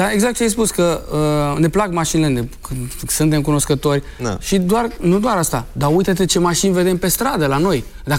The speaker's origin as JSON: {"language": "Romanian", "region": "Bucharest", "country": "Romania", "tie": "born or raised there", "moved": "as an adult", "lives_now": "Pitești, Romania", "said": "Eu sunt bucureștean de fel, dar m-am transferat la Pitești"}